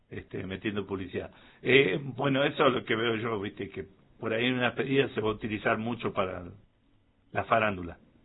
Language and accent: Spanish; Argentina; Como somos los argentinos, ¿no? Consumidores fanáticos.